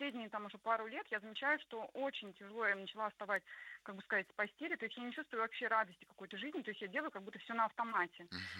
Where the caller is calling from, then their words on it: Kazan, Tatarstan, Russia; я из Казани, мне 42 года.